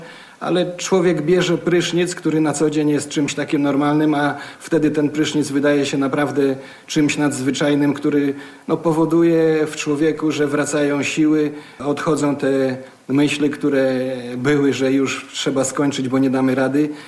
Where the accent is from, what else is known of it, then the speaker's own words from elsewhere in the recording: Ciechanów, Masovian Voivodeship, Poland; Ja pochodzę z Ciechanowa i tam mieszkam. To można powiedzieć, że święty Stanisław to taki mój ziomek, bo praktycznie niecałe 20 km od mojej miejscowości jest Rostkowo.